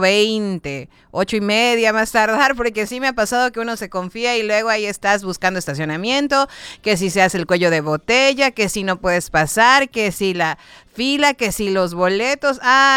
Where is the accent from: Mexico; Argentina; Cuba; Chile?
Mexico; Yucatán; las personas que somos de aquí de Yucatán, estábamos acostumbradas a llegar a todas partes en 10, 15 minutos